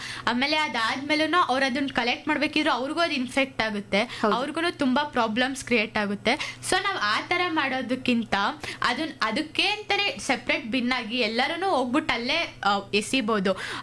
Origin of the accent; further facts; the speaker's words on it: Mysore, Karnataka, India; moved away; ನಾವು ಮೈಸೂರವರು